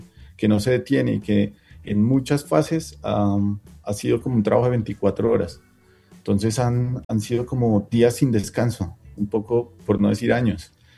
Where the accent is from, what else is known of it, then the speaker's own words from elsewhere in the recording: Bogotá, Colombia; nos representa a todos como bogotanos